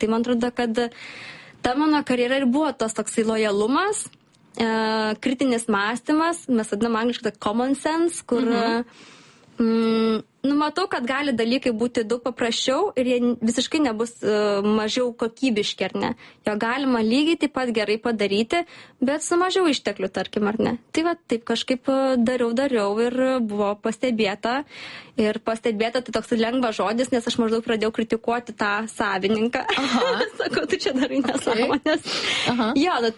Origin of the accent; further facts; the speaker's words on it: Kuršėnai, Šiauliai County, Lithuania; now in Helsinki, Finland; aš esu iš Kuršėno. Iš to pietinė praktiškai Šiaulių, ar ne?